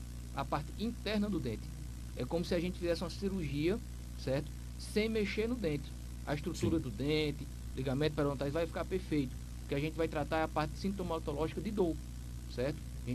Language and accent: Portuguese; Sousa, Paraíba, Brazil; now in Toritama, Brazil; sou da cidade de Souza, cidade do Dinossauro.